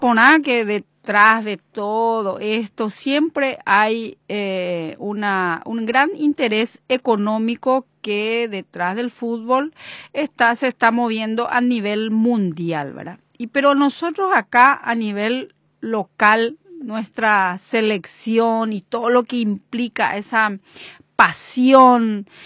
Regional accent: Paraguay; nos toca las fibras íntimas como paraguayos

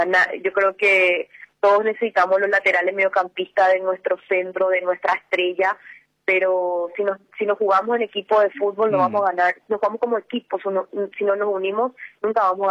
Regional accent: Paraguay; sino como paraguaya, como mujer paraguaya, esa es mi pregunta.

